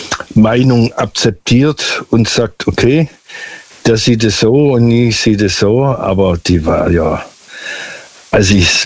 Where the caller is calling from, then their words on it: Stuttgart, Baden-Württemberg, Germany; Vom Großraum Stuttgart.